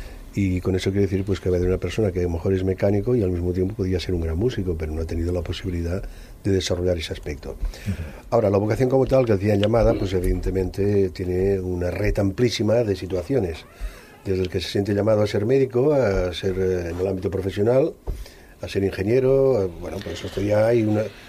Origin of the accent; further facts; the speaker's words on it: Aragon, Spain; Digamos que soy maño.